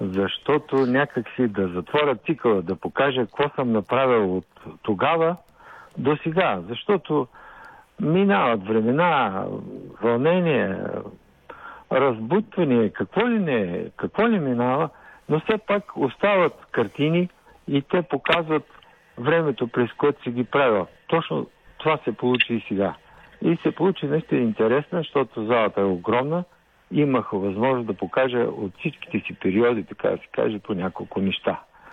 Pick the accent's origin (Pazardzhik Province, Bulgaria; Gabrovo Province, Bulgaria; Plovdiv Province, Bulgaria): Plovdiv Province, Bulgaria; Plovdiv; занесах в Пловдив, понеже съм пловдивчанин, да участвам в тамошната изложба на пловдивските художници